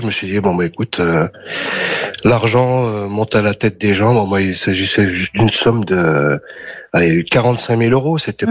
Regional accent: France; born there; Bah après, moi je suis né en France.

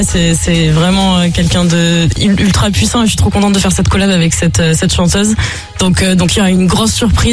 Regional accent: Villeneuve-sur-Lot, Nouvelle-Aquitaine, France; born there; Moi, je suis née à Agen, Villeneuve-sur-Lot précisément.

